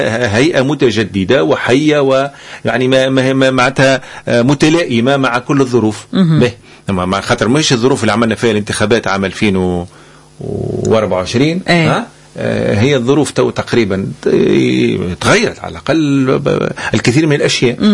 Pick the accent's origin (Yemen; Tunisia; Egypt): Tunisia